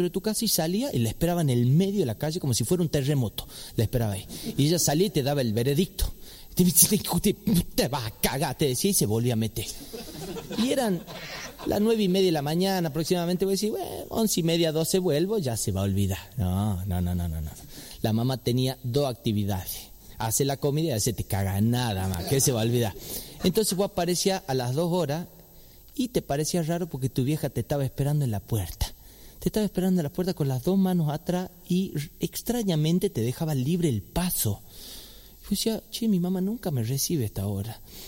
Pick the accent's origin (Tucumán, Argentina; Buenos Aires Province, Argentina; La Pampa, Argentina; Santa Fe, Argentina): Tucumán, Argentina; accent: tucumano; yo tengo una mezcla rara porque tengo padres sanjuaninos y soy tucumano y son muy diferentes, son culturas diferentes porque el tucumano tiene como una cultura propia.